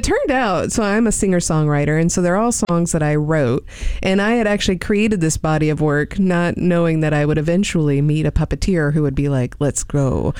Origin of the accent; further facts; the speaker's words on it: Texas, United States; I was a queer kid growing up in Texas back in the late 80s, early 90s